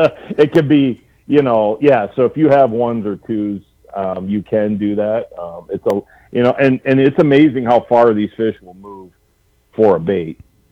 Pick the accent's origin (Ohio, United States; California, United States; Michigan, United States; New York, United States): Michigan, United States; North Muskegon; I grew up on the Great Lakes, right? I grew up in Lake Michigan, out of North Muskegon, and, you know, on the big water with my dad